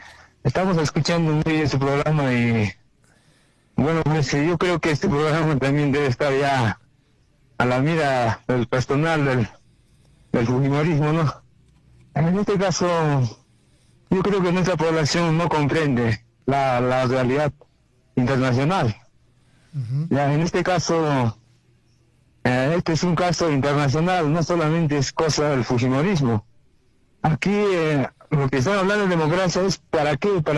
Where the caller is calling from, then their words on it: Azángaro, Puno, Peru; Le estoy llamando de Azángaro